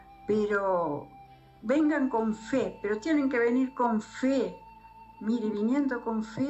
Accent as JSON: {"language": "Spanish", "region": "Rivera", "country": "Uruguay", "said": "Soy de Rivera."}